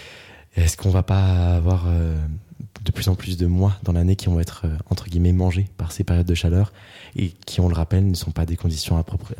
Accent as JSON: {"language": "French", "country": "France", "said": "certes on est français, on est fiers de l'être"}